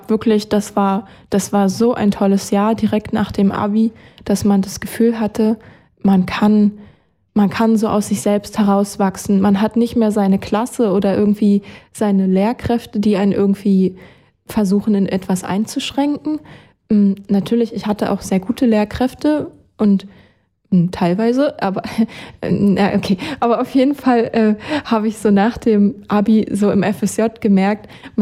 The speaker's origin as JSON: {"language": "German", "region": "East Germany", "country": "Germany", "moved": "yes", "said": "dadurch, dass ich mich selber immer so bezeichne, dass ich aus dem Osten bin"}